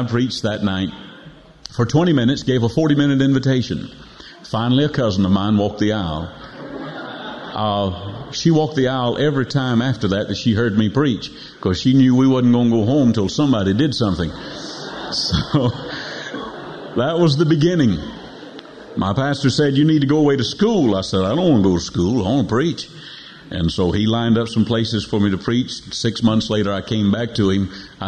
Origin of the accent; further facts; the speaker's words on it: Panacea, Florida, United States; also born or lived in Tallahassee; I was born in Tallahassee, Florida, May the 4th, 1950, and was raised in Panacea, just a little fishing village down on the Gulf of Mexico.